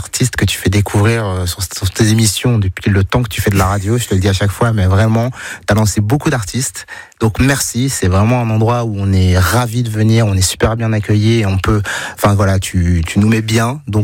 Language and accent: French; Lille, Hauts-de-France, France; Ben, en fait, déjà, nous, on vient de Lille. Ça commence, je pense, à la base, on vient de Lille, on est à 20 km de la Flandre, en Belgique, où on parle pas français.